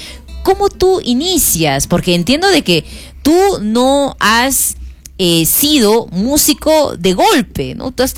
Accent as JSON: {"language": "Spanish", "region": "Arequipa", "country": "Peru"}